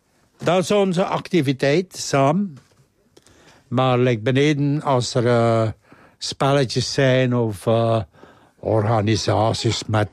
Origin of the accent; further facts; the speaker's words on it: De Haan, Flanders, Belgium; Ik kom normaal van aan het zeetje.